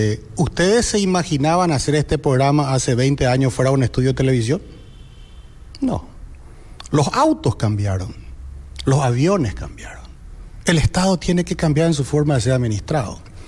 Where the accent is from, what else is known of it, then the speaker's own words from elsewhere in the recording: Paraguay; ¿Qué somos los paraguayos?